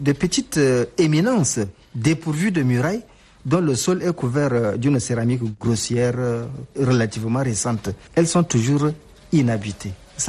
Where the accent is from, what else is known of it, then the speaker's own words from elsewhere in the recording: Chad; en tant que Tchadien